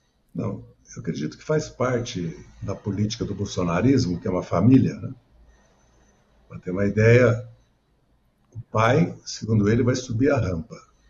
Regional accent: São Paulo, Brazil; como nós somos paulistanos

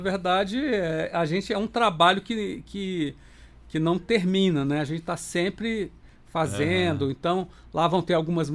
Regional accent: Rio de Janeiro, Brazil; moved away as an adult; now in Brasília, Brazil; Eu sou carioca.

